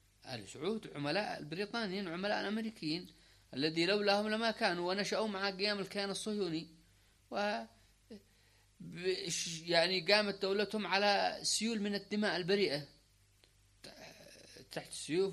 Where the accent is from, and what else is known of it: Yemen